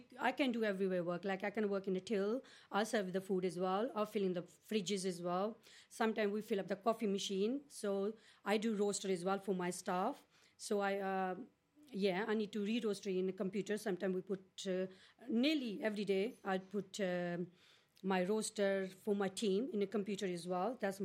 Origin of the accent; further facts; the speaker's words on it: India; English is a second language; moved away as an adult; I'm come from India. So when I apply the job here, I'm starting just normal worker.